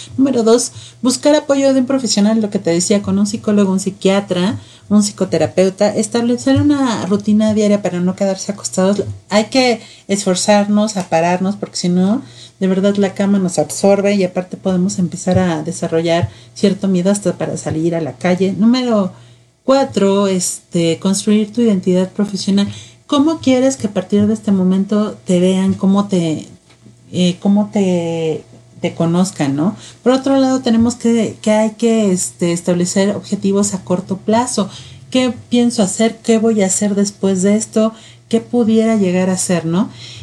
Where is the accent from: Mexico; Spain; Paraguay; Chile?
Mexico; Sobre todo cuando somos mexicanos, que nuestras preocupaciones y emociones es a través de la comida, ¿no?